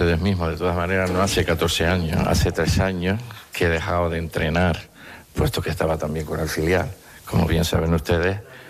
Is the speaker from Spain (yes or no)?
yes; Canary Islands, Spain; y evidentemente como canario, lo máximo, el poder entrenar al equipo de tu tierra.